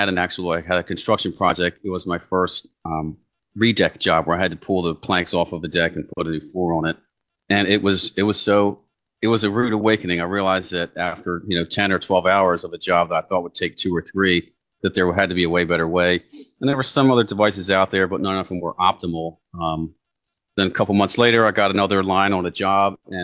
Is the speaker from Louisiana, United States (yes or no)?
no; Maryland, United States; And then, so I'm from Maryland